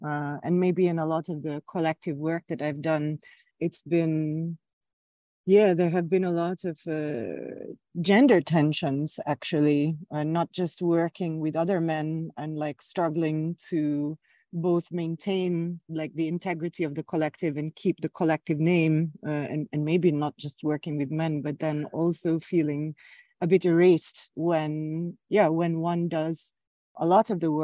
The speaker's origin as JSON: {"language": "English", "country": "Philippines", "tie": "born or raised there", "said": "growing up in the Philippines"}